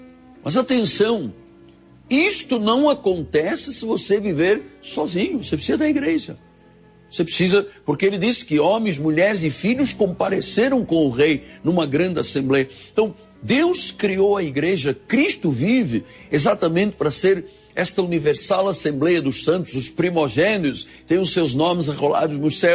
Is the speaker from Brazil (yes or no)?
no; Angola; born there; quando eu era um jovem no exército lá em Angola, onde eu nasci, uma antiga colônia de Portugal